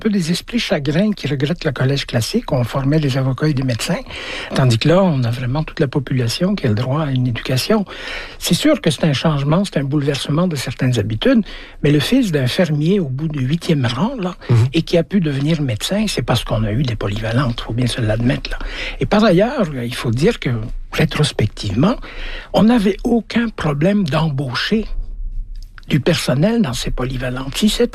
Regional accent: Belgium; also born or lived in Africa; now in Quebec, Canada; Mais moi, je suis arrivé de l'étranger, j'ai grandi en Afrique, dans toutes sortes d'écoles, puis je suis arrivé, puis ma dernière année secondaire que j'ai fait ici, je l'ai trouvé dans une polyvalente. Puis je dis toujours, j'ai grandi en Afrique et en Belgique, mais j'ai été éduqué au Québec

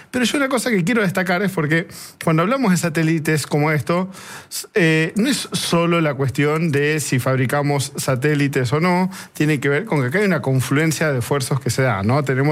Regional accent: Argentina

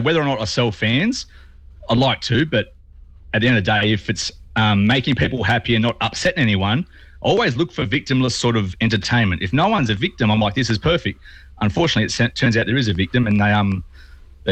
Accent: Warren, New South Wales, Australia; moved away; me and my cousin Spud, we're both from Warren originally, which is a bit further west of Dubbo.

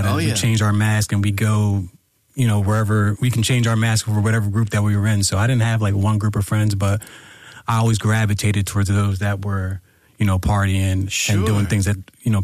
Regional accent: East Norriton, Pennsylvania, United States; we grew up in suburbia, we grew up in East Norton, Pennsylvania. Yeah. So that was, the outskirts of Norristown.

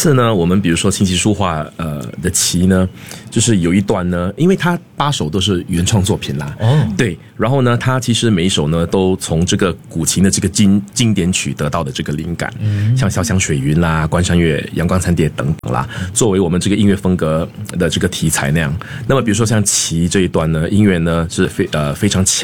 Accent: Singapore; 我们新加坡是那么小的一个地方嘛，对不对、嗯、那我们从小长大呢受到不同多元种族的影响、嗯、我觉得跟这个有关、嗯、对，我们当然我们是虽然是土生土长的华人

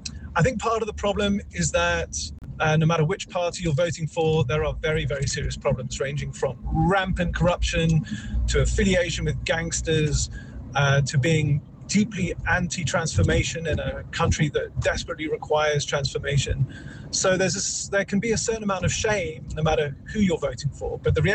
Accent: United Kingdom; moved away as an adult; now in Hartebeespoort, South Africa; Good morning … from Hartebeespoort. I'm a British citizen, been here for 10 years, so I don't get a vote

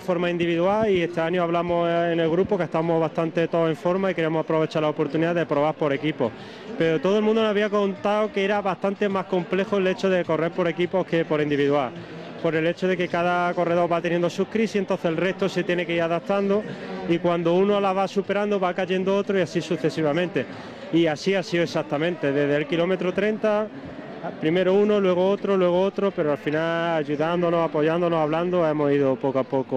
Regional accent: Andalusia, Spain; Somos de Bermad, de un pueblo de la provincia de Jaén. Tenemos un club de atletismo allí y decidimos este año venir a intentarlo. Así que, pueblo pequeñito, de unos 2.600 habitantes.

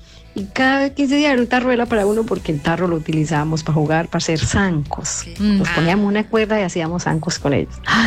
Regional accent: Antioquia, Colombia; now in Córdoba, Argentina; yo soy de un pueblito de Antioquia.

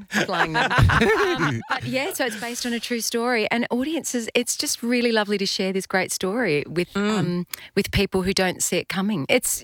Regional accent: Perth, Western Australia, Australia; moved away; it has been so lovely coming home. Everybody, Perth has just been amazing.

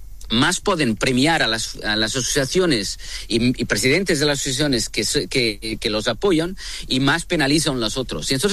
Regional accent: Portugal; yo soy europeo, soy portugués

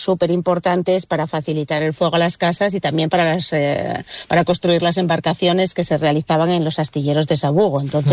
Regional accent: Avilés, Asturias, Spain; muchos de los que somos de Avilés y vivimos en Avilés

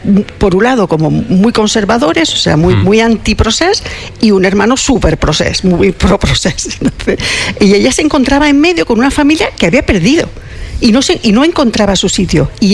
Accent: Ceuta, Spain; Mira, yo vengo de Ceuta. Ceuta es un sitio que ahora mismo es un escenario de una guerra del siglo XXI o de un conflicto híbrido, de un drama humanitario, de una guerra política

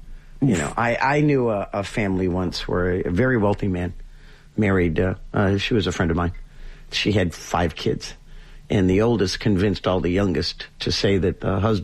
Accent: New England, United States; Because we're Dunkin' people. I'm from New England. There was no Starbucks. It was all Dunkin'.

